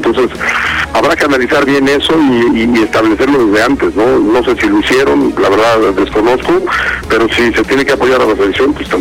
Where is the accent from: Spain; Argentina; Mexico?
Mexico; Quiero llegar, yo tengo, y quiero pelear por mi puesto como mexicano